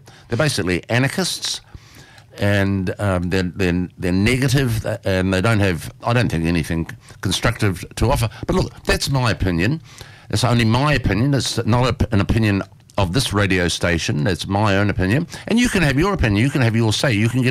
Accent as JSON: {"language": "English", "country": "Australia", "said": "we are one, we are many, but we sing with one voice and we are Australian."}